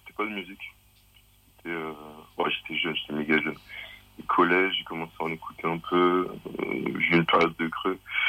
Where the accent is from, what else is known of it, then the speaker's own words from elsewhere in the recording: Normandy, France; j'avais des potes dans mon bled en Normandie.